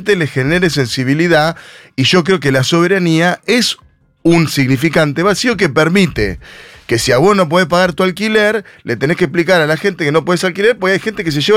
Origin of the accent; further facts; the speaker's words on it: Chubut, Argentina; Yo soy de Chubut, 660.000 habitantes.